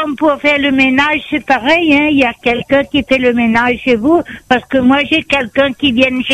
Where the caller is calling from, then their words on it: Saint-Benoît, Réunion; moi je suis à Saint-Benoît